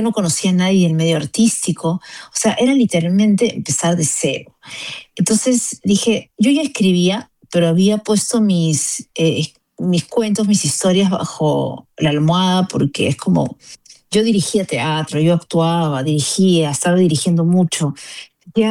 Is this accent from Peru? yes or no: yes; Peru; moved away as an adult; now in Switzerland; me ancla a Perú, porque también es verdad que yo ya no vivo en Perú